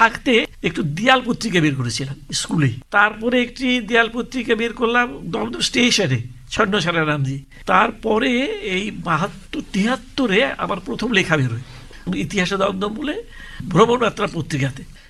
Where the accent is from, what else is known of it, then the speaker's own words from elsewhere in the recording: Faridpur, Dhaka Division, Bangladesh; born there; আমার জন্ম হয়েছে ফরিদপুর জেলা দিগডোগর ভাজনদি গ্রামে।